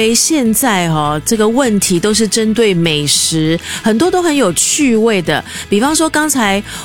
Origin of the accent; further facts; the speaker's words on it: Singapore; 就是我们新加坡人常讲的那个宝揪啊